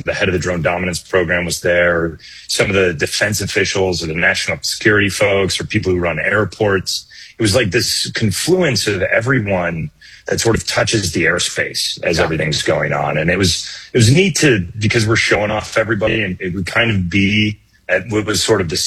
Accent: Michigan, United States; because I grew up in Michigan

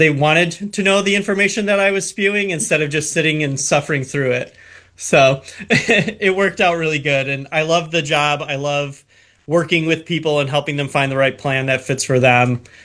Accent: Wisconsin, United States; moved away as an adult; also born or lived in New Jersey; now in Appleton, United States; I wanted to move back to my home state too. So I came back to Appleton

